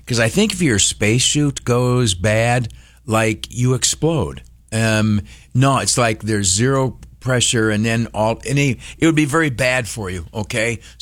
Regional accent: Canisteo, New York, United States; I'm from the Southern Tier.

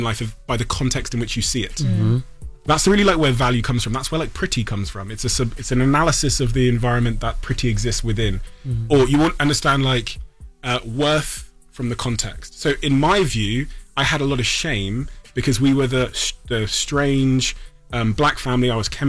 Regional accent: Plymouth, South West England, United Kingdom; also born or lived in Botswana; I was born in Africa, in Botswana, moved to the UK. I have a Nigerian mother. We were the only black family in the area. There was no, you know, Plymouth in 1994.

